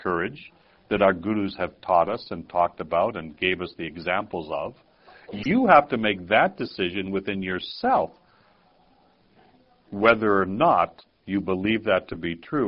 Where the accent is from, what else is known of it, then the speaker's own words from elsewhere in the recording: Canada; I'm Canadian, I'm English mind, right?